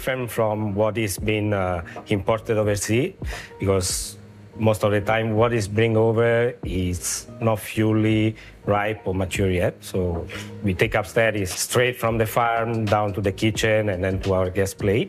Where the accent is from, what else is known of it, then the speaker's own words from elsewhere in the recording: Pisa, Tuscany, Italy; English is a second language; moved away; I grew up in my hometown of Pisa, and I had a small vegetable garden at the back.